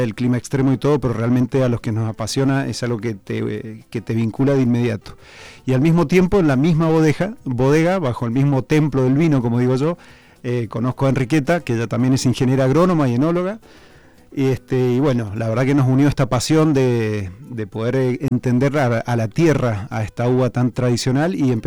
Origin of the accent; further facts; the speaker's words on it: Mendoza, Argentina; accent: Argentine; now in Spain; soy de la provincia de Mendoza. Como bien decías, es una provincia que queda muy, muy cerquita de la cordillera, de hecho al pie de la cordillera de los Andes. Es una zona, una región vitivinícola por excelencia, de hecho es una capital del vino en el mundo, y nací y me crié